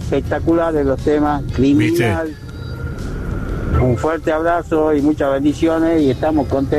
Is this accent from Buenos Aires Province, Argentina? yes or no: no; Tucumán, Argentina; de Tucumán, un fuerte abrazo, bendiciones.